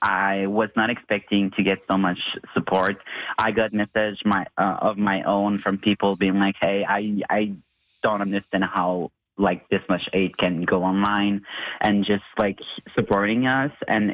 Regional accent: Baie-Comeau, Quebec, Canada; I'm from Beaucartier, not even Sept-Îles

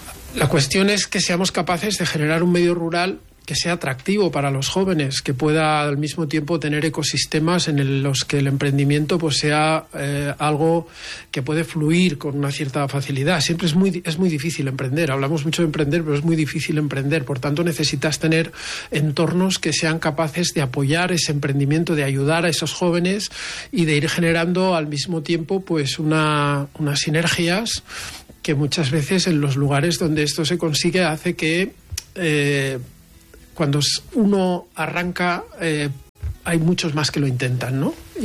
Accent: Pyrenees, Spain; Bueno, pues Jaca siempre ha sido, yo que soy del Pirineo también, ¿verdad?

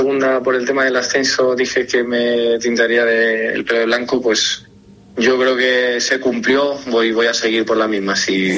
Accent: Jávea, Valencian Community, Spain; now in A Coruña, Spain; mi pueblo es Xàbia, y en castellano es Xàbia.

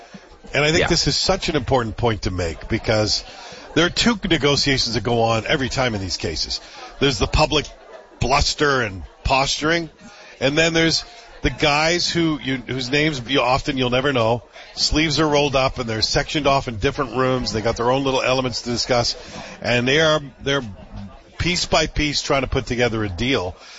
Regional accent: Scotland, United Kingdom; born there; Does she know I was born in Scotland?

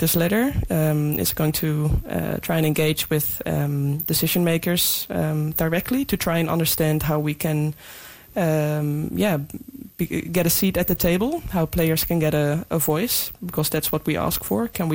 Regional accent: Netherlands; I think growing up there wasn't growing up in the Netherlands playing football there.

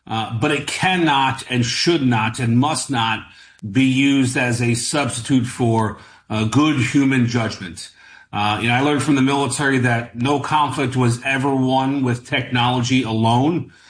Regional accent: New York, United States; I'm a New Yorker

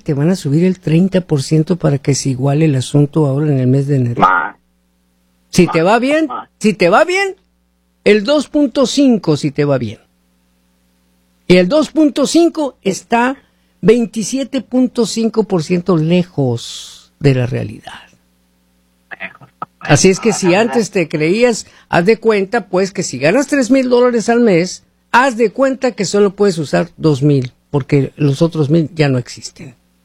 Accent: Mexico; moved away; nosotros le ofrecíamos 20 pesos al tránsito allá de México

